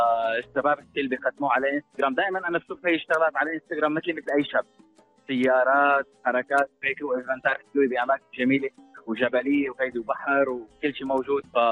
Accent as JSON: {"language": "Arabic", "country": "Syria", "moved": "yes", "lives_now": "United Arab Emirates", "said": "أنا سوري مقيم في الإمارات"}